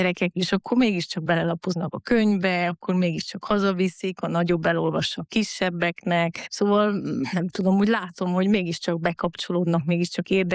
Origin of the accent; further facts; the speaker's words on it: Transylvania, Romania; now in Salzburg, Austria; én erdélyi vagyok eredetileg